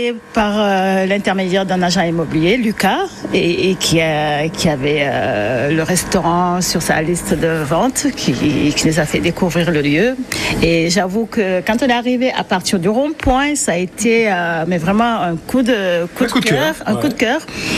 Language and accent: French; Senegal; now in Roussas, France; Alors moi je viens du Sénégal déjà. Quand je suis arrivée, j'ai atterri sur Avignon.